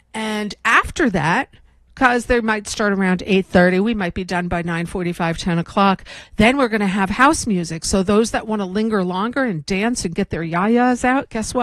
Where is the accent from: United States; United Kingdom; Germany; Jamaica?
Germany; It comes from Düsseldorf, Germany, because I grew up in Germany.